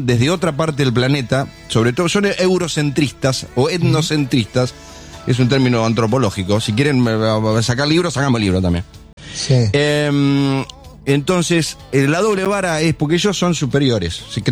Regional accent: Argentina; Ahora, yo soy argentino y es más, es un lindo momento.

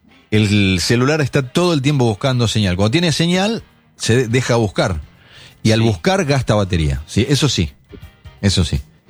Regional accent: La Madrid, Buenos Aires Province, Argentina; moved away; en mi pueblo, en La Madrid

